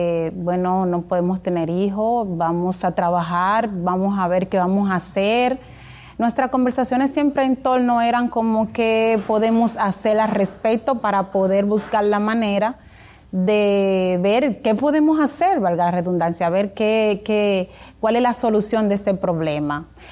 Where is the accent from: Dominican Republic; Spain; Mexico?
Dominican Republic; La Romana; born there; Nací aquí en La Romana.